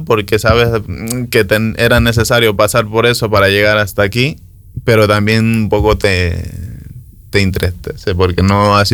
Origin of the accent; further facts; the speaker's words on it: Ecuador; moved away as an adult; now in Burgos, Spain; Yo soy ecuatoriano, yo la aprendí en Ecuador desde los 18 años.